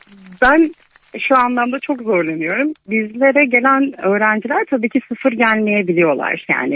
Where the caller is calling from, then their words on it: Ankara, Turkey; Ankara'dan arıyorum